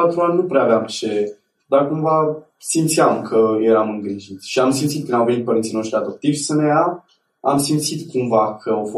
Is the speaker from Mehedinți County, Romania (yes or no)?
yes; Drobeta-Turnu Severin, Mehedinți County, Romania; born there; Bun, eu m-am născut în Turnul Severin, undeva pe lângă Turnul Severin, într-un sat.